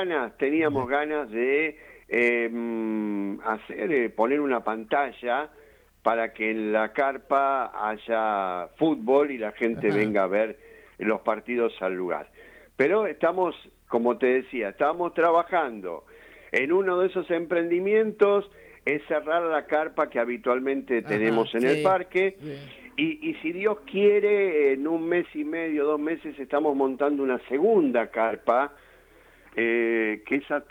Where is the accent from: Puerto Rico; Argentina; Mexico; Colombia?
Argentina